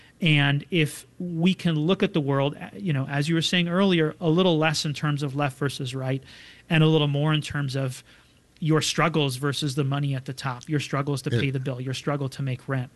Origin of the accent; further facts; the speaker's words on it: Binghamton, New York, United States; You know, Josh Riley, up in my hometown of Binghamton, New York